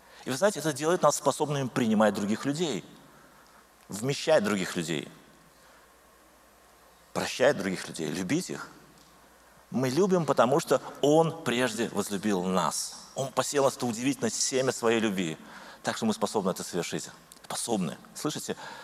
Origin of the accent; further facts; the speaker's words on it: Saratov Oblast, Russia; я из Саратовской области